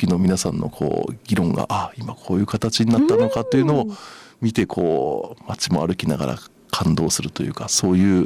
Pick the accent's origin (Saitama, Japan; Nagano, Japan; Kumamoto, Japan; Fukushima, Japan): Kumamoto, Japan; born there; moved away as an adult; also born or lived in Tokyo; 石巻熊本生まれで、まあ、大学は東京だったんですけど、